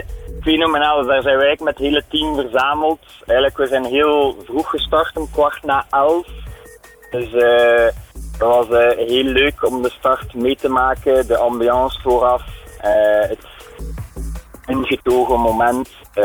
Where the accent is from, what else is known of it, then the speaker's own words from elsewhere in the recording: Belgium; Ja, inderdaad. Wij zijn van België.